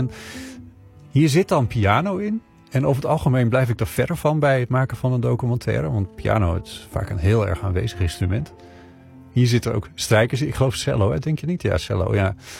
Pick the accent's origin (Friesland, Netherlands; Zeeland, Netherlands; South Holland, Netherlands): Friesland, Netherlands; dat vroeger toen ik klein was in Friesland op de boerderij woonde.